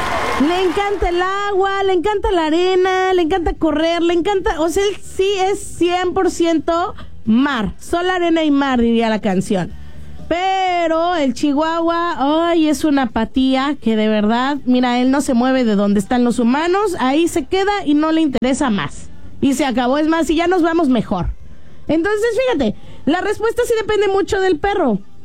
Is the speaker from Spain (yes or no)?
no; Mexico City, Mexico; Ay, soy chilanga, puedo hacer ese chiste, ¿no?